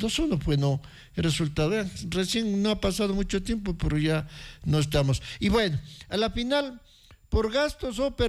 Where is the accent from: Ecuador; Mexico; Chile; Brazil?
Ecuador; Bastante noveleros somos los ecuatorianos, no hay nada que hacer.